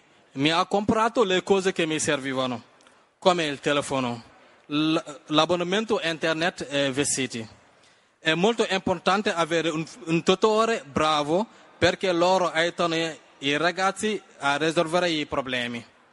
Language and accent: Italian; Louga, Senegal; also born or lived in Ngansar; now in Italy; Sono nato in un piccolo villaggio che si chiama Ngansar, ma sono cresciuto a Louga.